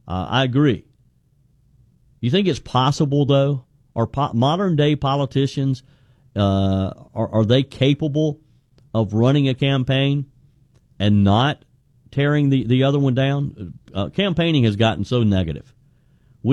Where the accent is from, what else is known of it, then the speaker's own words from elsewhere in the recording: South Carolina, United States; Mario is in my home state of South Carolina.